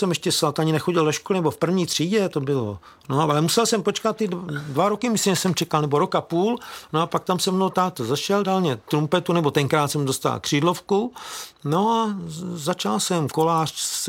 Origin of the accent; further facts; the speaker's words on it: Hořice, Hradec Králové Region, Czechia; No a v Hořicích pod Krkonoší, odkud pocházím, byl nějaký pan kapelník